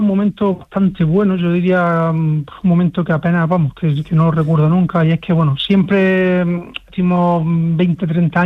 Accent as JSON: {"language": "Spanish", "town": "Granada", "region": "Andalusia", "country": "Spain", "said": "lo digo ya como jugador, como granadino y como todo"}